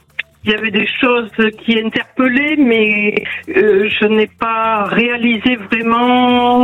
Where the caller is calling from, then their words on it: Occitanie, France; Des Pyrénées-Orientales.